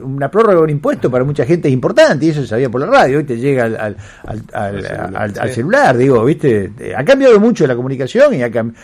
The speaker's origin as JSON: {"language": "Spanish", "town": "Clucellas", "region": "Santa Fe", "country": "Argentina", "said": "yo soy de Clusella, un pueblo del interior."}